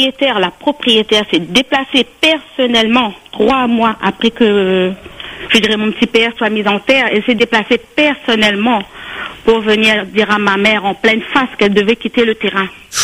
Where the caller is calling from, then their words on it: La Possession, Réunion; Moi, j'habite sur la Possession.